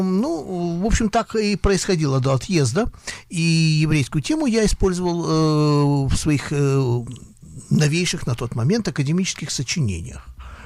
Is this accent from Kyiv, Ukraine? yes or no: no; Odesa, Odesa Oblast, Ukraine; Я жил, да, я жил на уроженец Одессы.